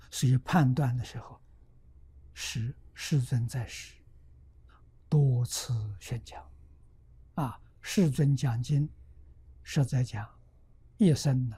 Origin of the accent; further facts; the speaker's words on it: China; 我们中国人算虚岁，外国人算始祖年龄79岁。